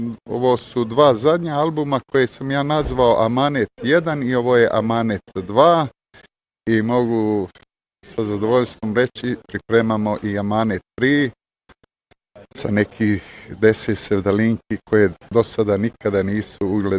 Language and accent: Serbian; Bijelo Polje, Montenegro; now in Sweden; a stigao sam iz Švedske. Inače sam porijeklom iz Bijelog polja. U Švedskoj živim skoro 35-6 godina